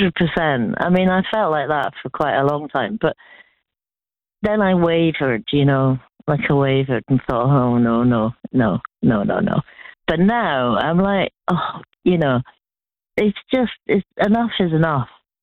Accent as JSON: {"language": "English", "region": "Scotland", "country": "United Kingdom", "tie": "born there", "lives_now": "Edinburgh, United Kingdom", "said": "And I've lived here. Well, I'm not from Scotland originally, but I feel Scottish because I've lived here most of my life."}